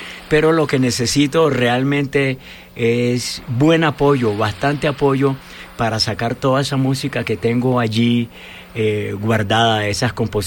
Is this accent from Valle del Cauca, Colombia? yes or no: no; Chocó, Colombia; en mi región, en mi Chocó querido, que lo amo y lo quiero tanto.